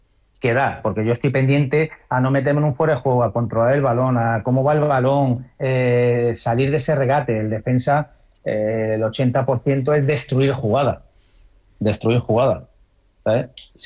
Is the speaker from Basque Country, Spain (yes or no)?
no; Aragon, Spain; Yo soy maño, me considero maño, bautizado y pasado por el manto del Pilar, ¿vale?